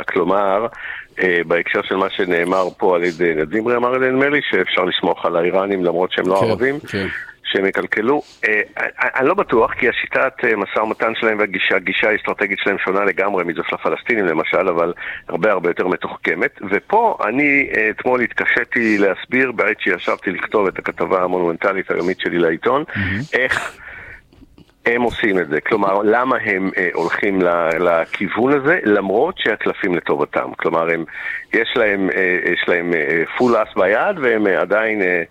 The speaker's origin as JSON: {"language": "Hebrew", "town": "Jerusalem", "region": "Jerusalem District", "country": "Israel", "also_born_or_lived": "United States", "accent": "Katamonim and American", "said": "אני, יש לי מבטא גם של הקטמונים וגם של אמריקה."}